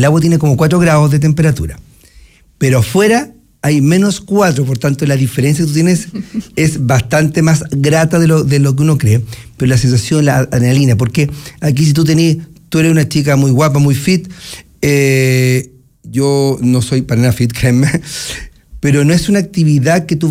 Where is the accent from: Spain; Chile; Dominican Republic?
Chile; todos somos chilenos orgullosos desde Chile Antártico